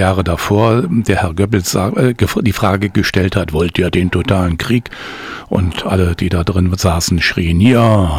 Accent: Germany; da durfte ich als Deutscher nicht rein

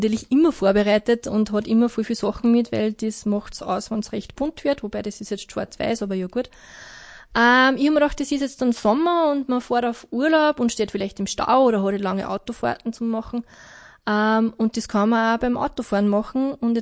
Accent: Vöcklabruck, Upper Austria, Austria; aus dem Hasenviertel und aus dem Bezirk Vöcklabruck komme, habe ich natürlich Vöcklabruck, meine alte Heimat, auch mit eingebunden.

